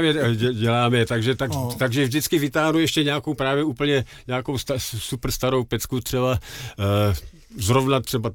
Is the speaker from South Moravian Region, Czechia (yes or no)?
no; Karlovy Vary, Karlovy Vary Region, Czechia; born or raised there; accent: Karlovy Vary; also born or lived in Velké Losiny